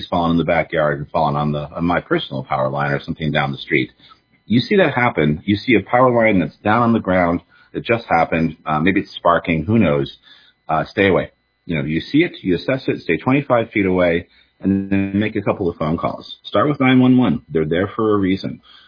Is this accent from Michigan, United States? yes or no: yes; East Lansing, Michigan, United States; So, you know, I come from East Lansing.